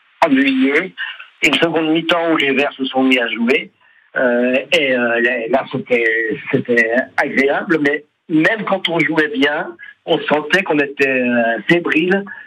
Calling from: Metz, Grand Est, France; je suis assez loin, je suis à Metz.

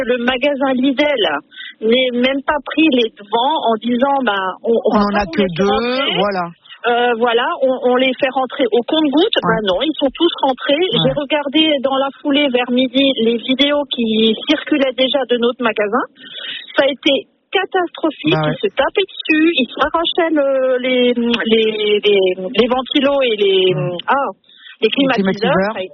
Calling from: Wittenheim, Grand Est, France; Alors, je suis, on est de Wittenheim, mais on est sur la route pour partir en vacances une semaine.

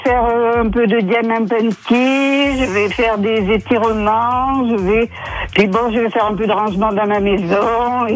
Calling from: Saint-Mexant, Nouvelle-Aquitaine, France; je vous appelle de Saint-Mexant.

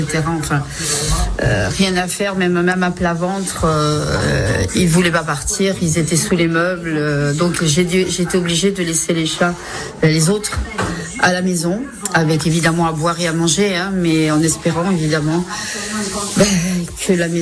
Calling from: Vinça, Occitanie, France

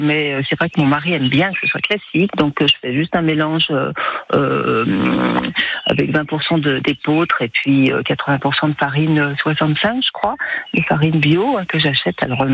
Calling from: Bourgogne-Franche-Comté, France; J'appelle d'un petit village dans le Jura.

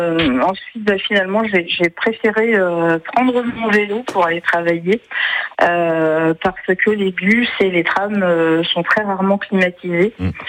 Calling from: Nantes, Pays de la Loire, France; Nantes, enfin, Saint-Pierre-Blain

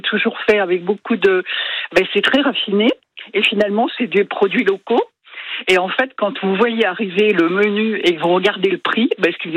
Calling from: Rennes, Brittany, France; je vous appelle de Rennes.

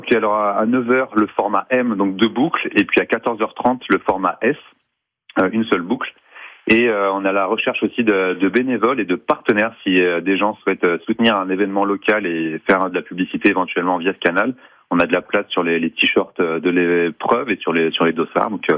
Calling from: Augerolles, Auvergne-Rhône-Alpes, France; on habite à Augerolles, effectivement.

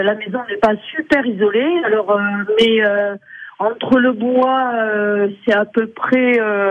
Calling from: Occitanie, France; Moi, j'appelle du Lot, parce qu'on est limitrophe avec la Corrèze

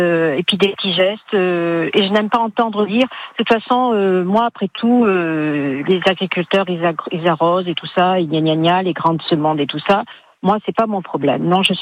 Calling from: Beaumont-lès-Valence, Auvergne-Rhône-Alpes, France; Je suis citadine de naissance, mais j'habite à Beaumont-les-Valences.

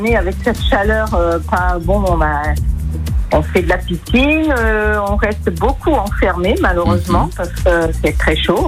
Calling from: Nice, Provence-Alpes-Côte d'Azur, France; J'adore Nice, de toute façon. Je suis niçoise

